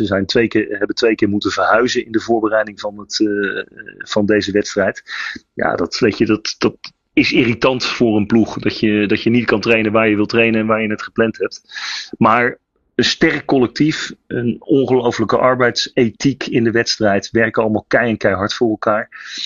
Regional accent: Netherlands; Als trotse Nederlanders zijnde.

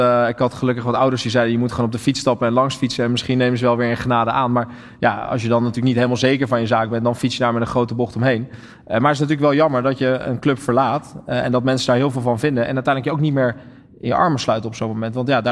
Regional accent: Rotterdam, South Holland, Netherlands; moved away as an adult; also born or lived in Barendrecht; als Rotterdammer lag dat een beetje gevoelig ook bij mij thuis

